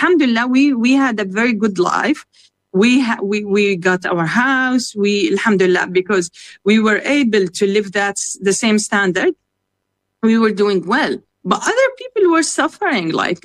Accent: Palestine; English is a second language; moved away; also born or lived in Canada; And then I moved to Canada and alhamdulillah, I lived a good amount of time. So I'm Palestinian Canadian and I had amazing life in Canada.

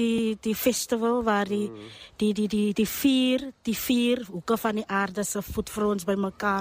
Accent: Eastern Cape, South Africa; Ek is haar van Kebega, Ooskaap.

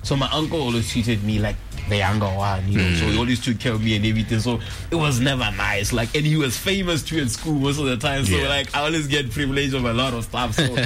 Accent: Gaborone, Botswana; born there; also born or lived in Francistown; So like most of my life, I grew up in Gabs. I even schooled in Gabs.

